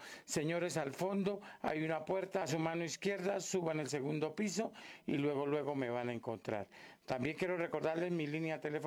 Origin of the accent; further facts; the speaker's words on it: Catemaco, Veracruz, Mexico; como decimos vulgarmente en mi tierra de Catemaco, Veracruz.